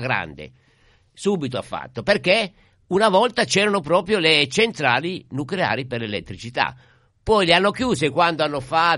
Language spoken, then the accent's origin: Italian; Calabria, Italy; voi siete campani e io sono calabrese, però siamo tutti italiani.